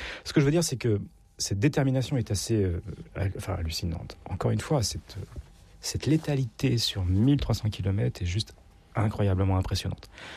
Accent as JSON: {"language": "French", "country": "France", "said": "Vous avez vu ce que ça a fait chez nous en France, les cours en ligne."}